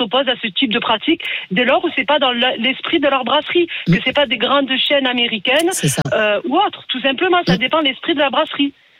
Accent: Marseille, Provence-Alpes-Côte d'Azur, France; je suis de Marseille

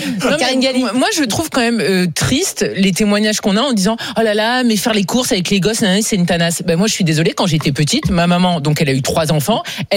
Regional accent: Gassin, Provence-Alpes-Côte d'Azur, France; Nous, on vient de Gassin, juste à côté de Saint-Tropez

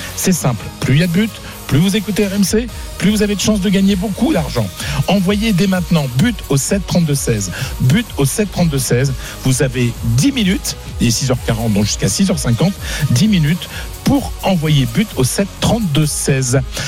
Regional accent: Hauts-de-France, France; Voilà, moi je suis du Pas-de-Calais, vraiment la Somme, c'est vraiment pas loin.

